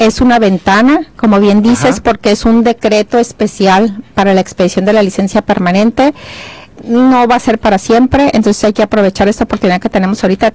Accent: Sinaloa, Mexico; como buenos conductores, como buenos sinaloenses

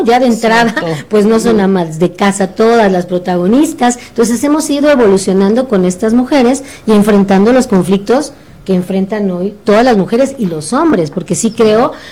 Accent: Campeche, Mexico

